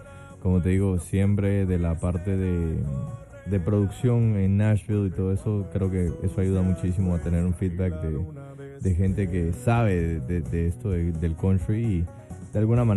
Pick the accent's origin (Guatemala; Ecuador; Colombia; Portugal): Guatemala; soy cantautor guatemalteco que canta country en español